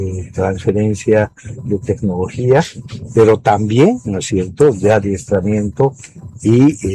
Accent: Bolivia

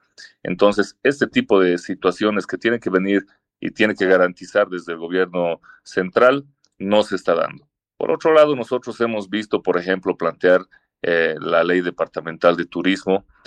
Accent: Bolivia; Creo que todos somos bolivianos

